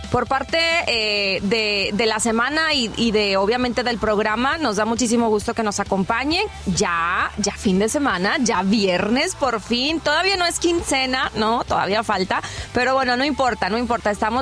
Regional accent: Mexico; quienes somos mexicanos

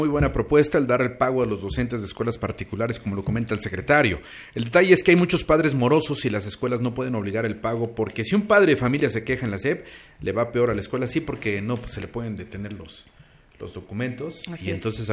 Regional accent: Ciudad Nezahualcóyotl, State of Mexico, Mexico; Yo les quería decir que soy del Estado de México y en Ciudad Nezahualcóyotl.

